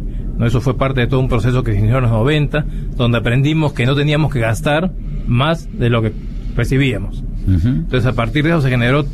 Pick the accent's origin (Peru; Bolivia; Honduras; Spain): Peru